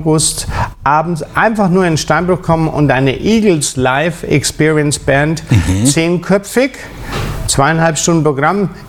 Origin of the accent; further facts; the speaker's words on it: Creglingen, Baden-Württemberg, Germany; aus Kreglinger im Taubertal, wo ich herkomme, ursprünglich.